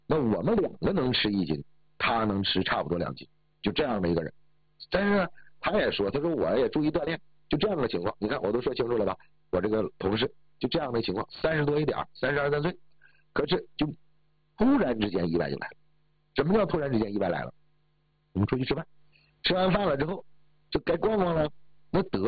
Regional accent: Northeast China, China; 我是东北的呀

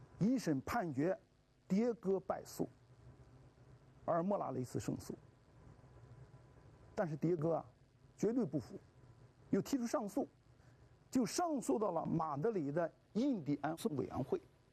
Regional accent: China

